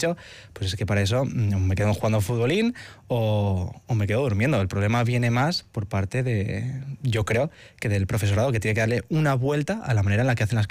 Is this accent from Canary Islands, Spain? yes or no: no; Portugalete, Basque Country, Spain; yo soy de Portugalete. Para ir a Leioa, que es donde estudio